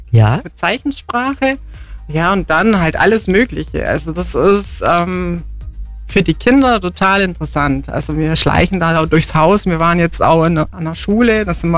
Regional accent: Bavaria, Germany; weil ich war auch eine Allgäuerin eben

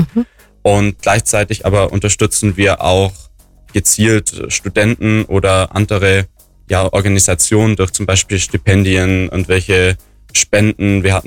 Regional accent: Aalen, Baden-Württemberg, Germany; Genau, ich komme ursprünglich aus Aalen, also aus Baden-Württemberg. Genau, bin fürs Studium dann damals herzogen

